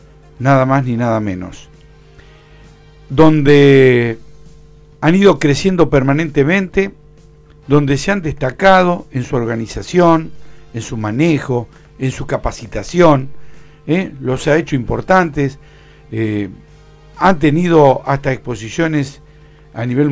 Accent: Ingeniero White, Buenos Aires Province, Argentina; now in Bahía Blanca, Argentina; Para quienes crecimos, para quienes nacimos y nos desarrollamos en Ingeniero Guay, no es una institución más.

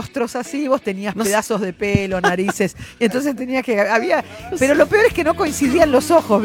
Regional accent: Banfield, Buenos Aires Province, Argentina; Hice perito mercantil, tengo 65 … de Banfield.

